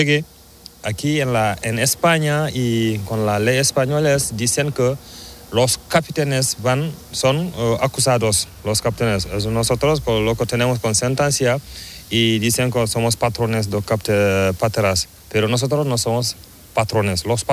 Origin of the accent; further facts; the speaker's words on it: Mali; now in Spain; Yo soy de Mali, sí.